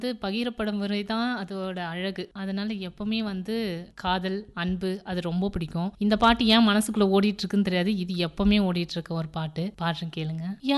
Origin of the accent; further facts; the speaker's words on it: Arakkonam, Tamil Nadu, India; moved away as an adult; also born or lived in Chennai; now in Andaman and Nicobar Islands, India; நான் கல்யாணம் ஆகிட்டு வரும்போது நான் சென்னை தான், ஃபுல்லாக சென்னை, அரக்கோணம் பொண்ணு